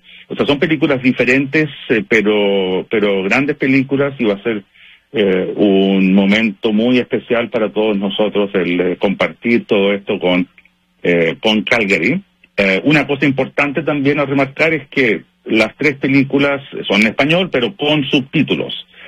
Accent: Chile; now in Vancouver, Canada; Yo soy chileno, por si no se nota por el acento, y he estado en contacto con el consulado. Justo me pillaste ahora, te estoy llamando desde Vancouver, Jorge.

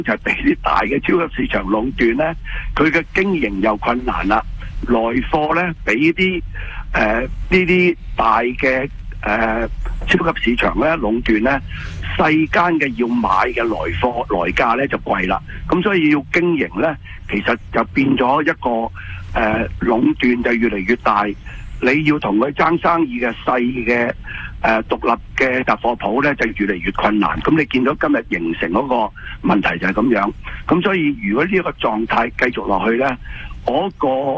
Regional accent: Canada; 我哋加拿大人

